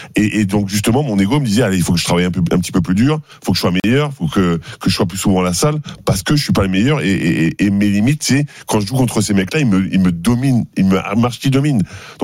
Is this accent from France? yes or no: yes; France